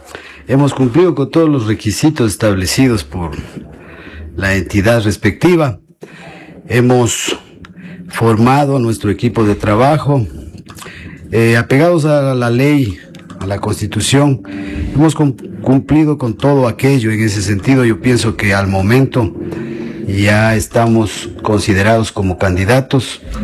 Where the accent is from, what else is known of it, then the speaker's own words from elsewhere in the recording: Bolívar, Ecuador; Nosotros como bolivarenses somos muy devotos de Mamanati, del Huayco.